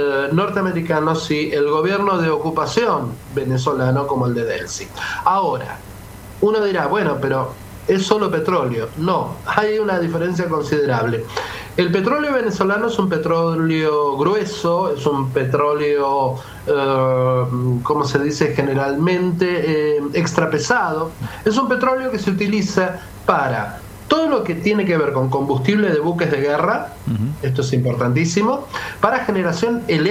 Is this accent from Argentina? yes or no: yes; Argentina; como somos los argentinos